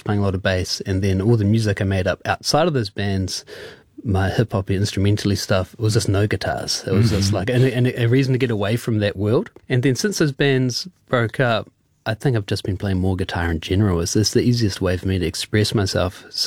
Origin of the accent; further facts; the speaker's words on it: Wellington, New Zealand; growing up in Wellington during that time when like … was slanging off all those CDs, and it was an amazing time to be in Wellington